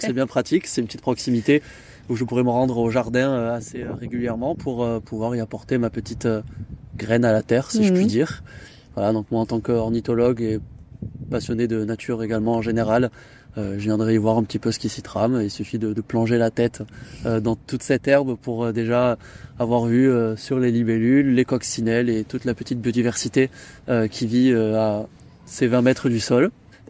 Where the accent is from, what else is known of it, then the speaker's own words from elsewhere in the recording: Occitanie, France; moved away as an adult; now in Montpellier, France; Je viens de Montpellier. Alors, je viens du Gard, mais j'ai beaucoup vécu sur Montpellier de par mes études et mon travail que j'occupe maintenant